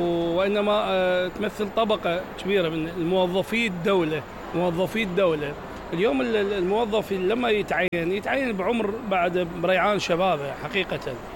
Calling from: Iraq

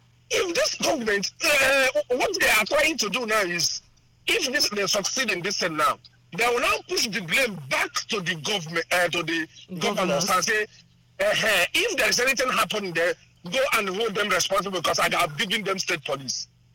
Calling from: Enugu, Enugu State, Nigeria; I come from Enugu.

